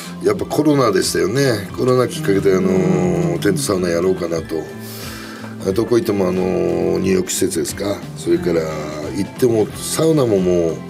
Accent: Yokohama, Kanagawa, Japan; now in Sapporo, Japan; 横浜です。はい、横浜市函館町ってところなんですね。

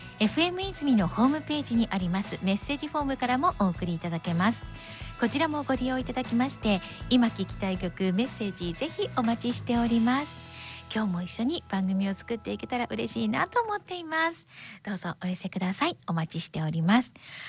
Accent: Yamagata, Japan; 私やっぱり地元山形の

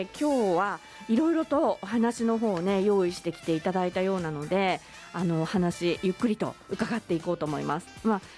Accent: Hokkaido, Japan; 私たちの北海道の暮らしにはもう欠かせない、

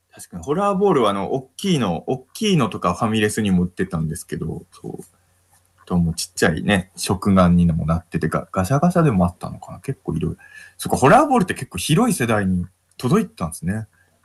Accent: Ibaraki, Japan; 僕は茨城です。

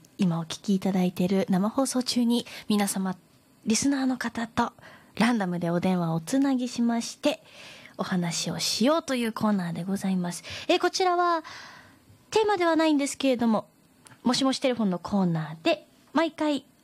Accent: Miyazaki, Japan; accent: Miyazaki dialect; そういう喋り方をされると私もやっぱ宮崎弁にな

